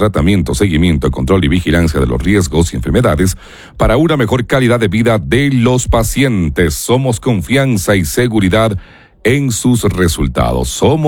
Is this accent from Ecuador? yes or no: yes; Cuenca, Azuay, Ecuador; o como buenos cuencanos, un buen morocho, un chocolate a esta hora